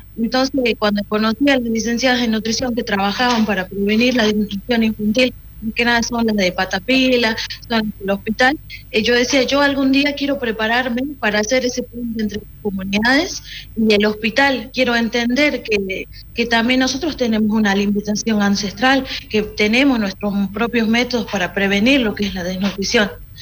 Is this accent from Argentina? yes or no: yes; Santa Victoria Este, Salta, Argentina; moved away as an adult; Bueno, yo soy de la localidad de Santa Victoria Este